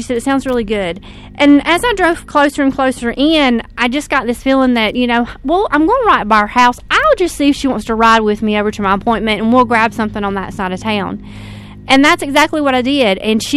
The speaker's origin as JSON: {"language": "English", "town": "White Pine", "region": "Tennessee", "country": "United States", "tie": "born or raised there", "said": "White Pine, my hometown"}